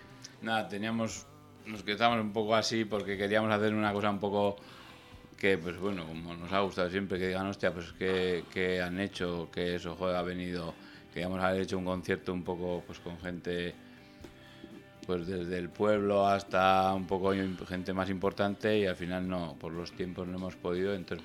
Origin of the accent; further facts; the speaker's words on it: Navarre, Spain; Hemos hecho pañuelicos para rojos como navarros de sangre que somos, para hacer una foto